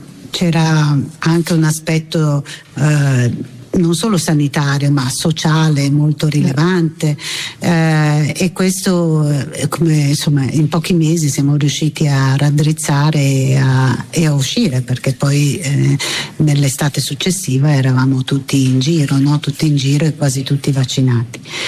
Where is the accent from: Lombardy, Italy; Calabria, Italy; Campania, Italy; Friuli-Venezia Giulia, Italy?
Lombardy, Italy; Milan; Don Gnocchi, che io da milanese conoscevo come milanese